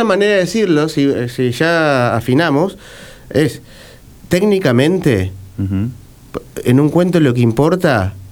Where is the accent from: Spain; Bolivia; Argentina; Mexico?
Argentina